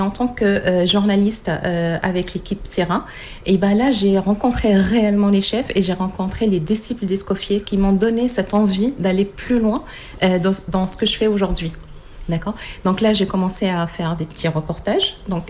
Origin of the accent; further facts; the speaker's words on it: Tunisia; French is a second language; moved away as an adult; now in France; j'ai commencé mes études en Tunisie.